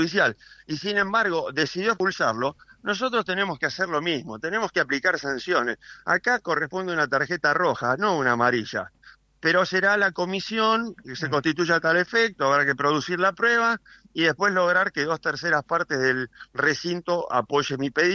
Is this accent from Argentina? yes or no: yes; Río Negro, Argentina; Pero también yo soy de Río Negro